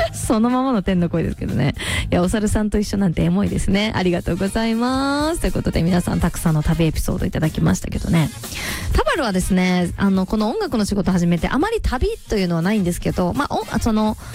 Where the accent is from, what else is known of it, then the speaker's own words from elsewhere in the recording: Miyazaki, Japan; なんか私九州宮崎の出身なんで、やっぱこう海岸線ってすごくなんかこう心地いいというか、まあ、見慣れてる景色だったりするんだけど